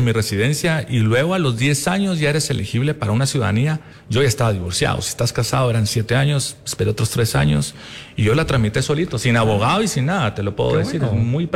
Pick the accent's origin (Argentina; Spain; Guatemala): Guatemala; now in United States; yo mantengo mi ciudadanía, soy ciudadano americano, pero mantengo mi ciudadanía americana, sí, guatemalteca.